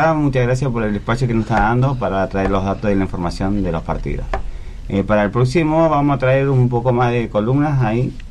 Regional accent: Argentina; siendo argentino vamos a seguir alentando

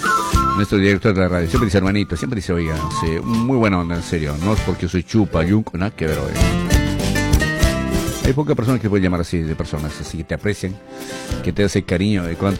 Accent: Bolivia; Vamos a ser hermanos, claro, porque somos bolivianos.

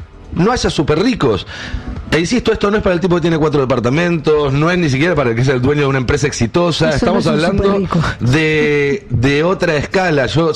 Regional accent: Argentina; para nosotros como argentinos

